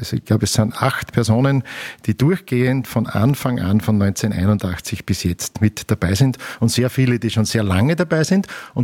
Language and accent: German; Mauthausen, Upper Austria, Austria; Jahrgang 1963. Ich bin in Mauthausen geboren und aufgewachsen